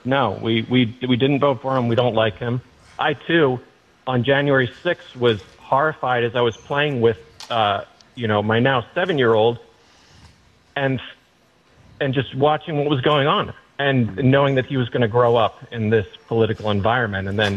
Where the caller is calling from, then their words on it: Medfield, Massachusetts, United States; I'm in Medfield and a long-time listener, first-time caller.